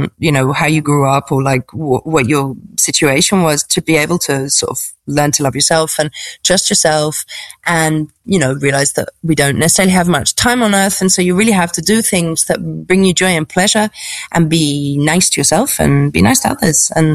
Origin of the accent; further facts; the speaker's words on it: United Kingdom; accent: BBC; you probably tell from my BBC accent that I'm British.